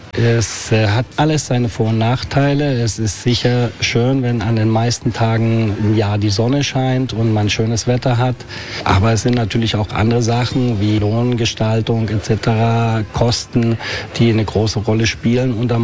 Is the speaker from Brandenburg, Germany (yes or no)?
no; Bautzen, Saxony, Germany; moved away as an adult; also born or lived in Munich / London / Switzerland / France; now in Mallorca, Spain; Ich komme aus der Nähe von Dresden, aus Bautzen.